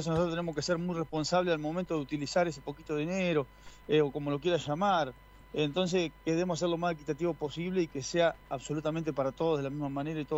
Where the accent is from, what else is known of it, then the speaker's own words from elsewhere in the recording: Conesa, Argentina; la mayoría somos de acá de Conesa.